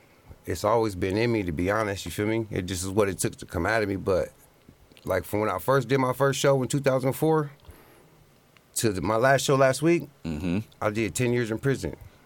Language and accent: English; Fairfield, California, United States; moved away; also born or lived in Hoopa, California; I was raised in Fairfield, California, 707.